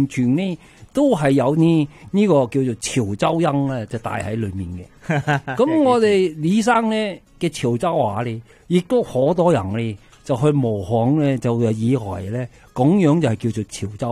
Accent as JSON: {"language": "Cantonese", "country": "Hong Kong", "said": "我哋喺香港长大"}